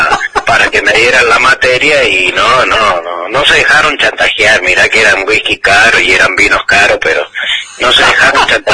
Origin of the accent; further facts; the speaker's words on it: Argentina; Yo soy argentino, obvio